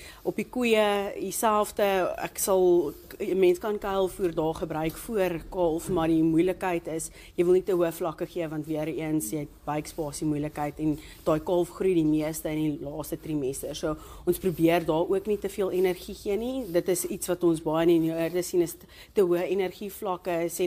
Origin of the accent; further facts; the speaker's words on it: Pretoria, Gauteng, South Africa; ek kom van Pretoria af. Ek is gebore en getoe daar al my universiteitsloopbaan, alles het ek daar gedoen.